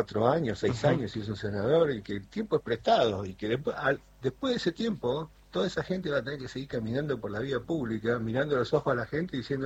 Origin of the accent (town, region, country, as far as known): Argentina